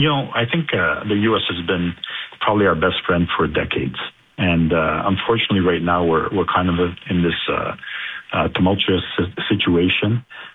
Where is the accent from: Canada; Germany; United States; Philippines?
Canada; As far as, you know, being Canadian born and bred, the only true Canadian coffee chain out there is Second Cup